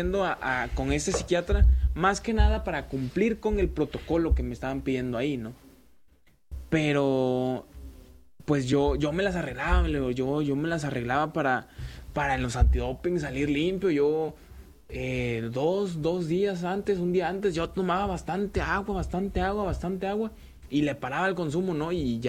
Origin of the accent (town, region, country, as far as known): San Andrés Tuxtla, Veracruz, Mexico